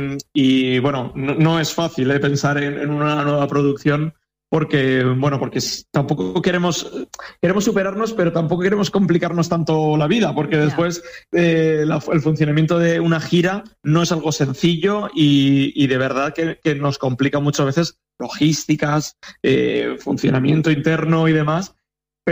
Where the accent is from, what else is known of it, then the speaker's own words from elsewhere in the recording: Vila-real, Valencian Community, Spain; Nosotros somos de Villarreal, hemos estado en Sagunt en varias ediciones con otros espectáculos